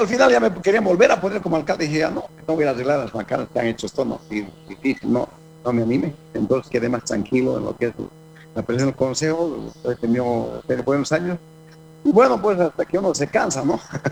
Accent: Bolivia; al fin y al cabo yo soy boliviano.

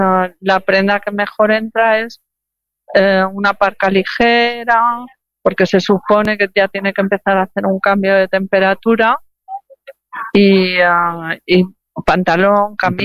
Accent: Algemesí, Valencian Community, Spain; No soy de ahí. Empieza por A, pero soy de Algemesí.

